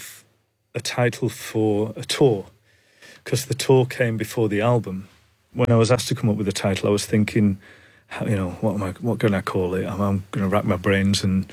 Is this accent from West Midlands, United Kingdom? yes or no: no; North West England, United Kingdom; moved away; memories of growing up in the Northwest. Memories of coming down to London